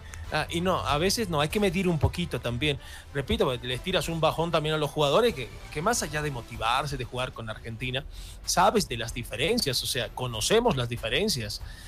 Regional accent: Bolivia; de que el propio boliviano

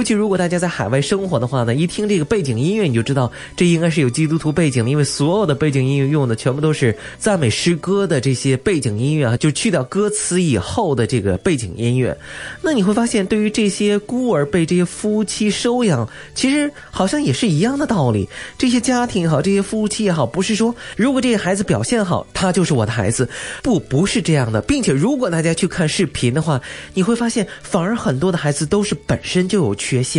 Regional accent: China; 我们中国人

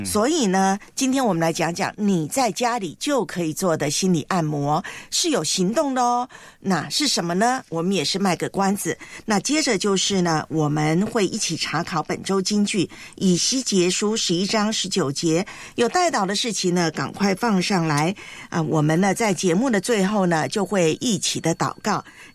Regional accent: Taiwan; moved away; 我的老家台湾

